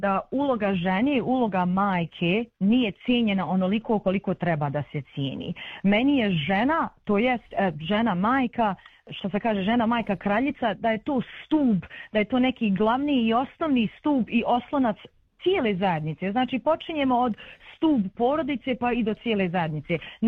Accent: Srebrenica, Republika Srpska, Bosnia & Herzegovina; pošto lično ja sam iz Srebrenice

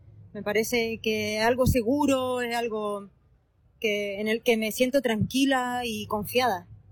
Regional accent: Chile; moved away as an adult; now in Australia; me recuerda también un poco a las canchas como del barrio en Chile. El hecho de jugar con mis primos, el hecho de jugar con mis amistades, con gente del barrio, que bueno, venimos como de Sudamérica

